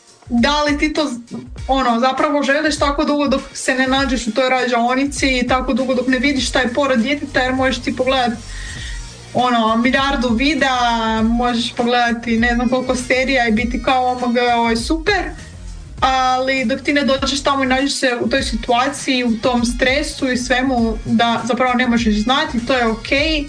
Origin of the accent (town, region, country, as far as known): Croatia